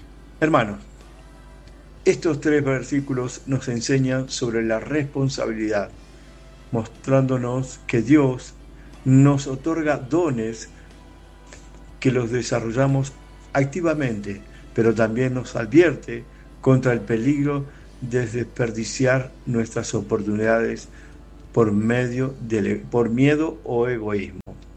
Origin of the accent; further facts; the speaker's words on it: Argentina; soy de Argentina